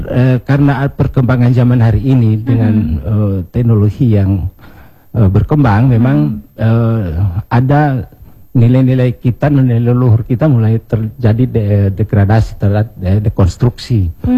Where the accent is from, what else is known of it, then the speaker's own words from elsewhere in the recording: Gorontalo, Indonesia; Maknaan bahwa kita orang Gorontalo itu harus harmoni dengan alam, menanam.